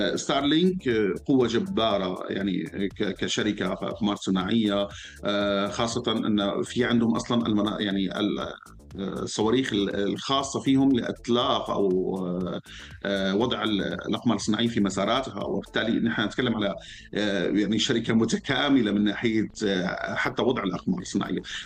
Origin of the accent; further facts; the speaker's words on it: Syria; أنا كمواطن سوري